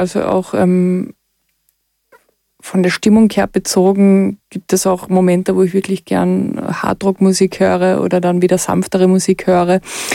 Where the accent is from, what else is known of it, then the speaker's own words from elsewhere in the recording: Köttmannsdorf, Carinthia, Austria; Also ich bin in Köttmersdorf aufgewachsen, genau.